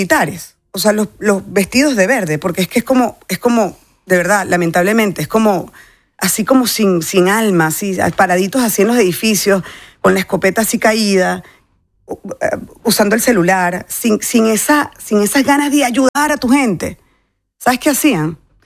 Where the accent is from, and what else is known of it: Venezuela